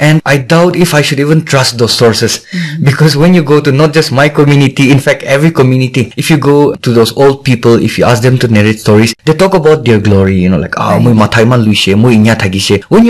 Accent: Kohima, Nagaland, India; as I grew up in Kohima with my grandparents

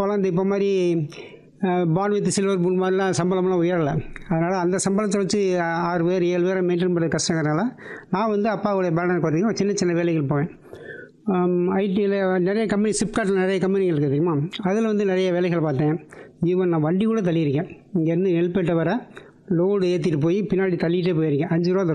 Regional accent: Madurai, Tamil Nadu, India; born there; also born or lived in Sivaganga / Kanniraajapuram, Ramanathapuram district / Tirunelveli; சொந்த ஊர் வந்து மதுரை தான் எனக்கு.

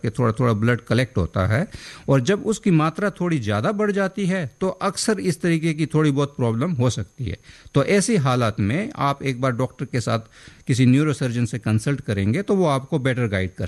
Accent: Himachal Pradesh, India; बिल्कुल अच्छी बात है, मैं भी पहाड़ी हूँ, मैं हिमाचल से हूँ।

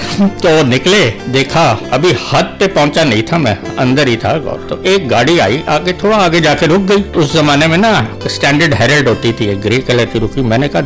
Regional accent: Kanchrapara, West Bengal, India; born there; मेरा बचपन कई जगह बीता हिंदुस्तान में, और पढ़ाई भी कई स्कूल कॉलेजों में हुई। शुरुआत हुई मेरी पैदाइश से काचरापाड़ा वेस्ट बंगाल में।

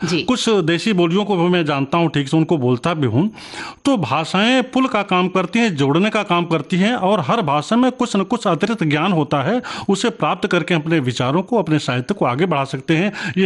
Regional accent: Uttar Pradesh, India; मेरा जन्म सन 1964 में उत्तर प्रदेश के आजमगढ़ जिले के एक पिछड़े क्षेत्र में हुआ था। मेरी माताजी अध्यापिका थीं और उन्होंने शिक्षा पर शुरू से ही बड़ा जोर दिया। मेरी प्राथमिक शिक्षा गांव में हुई

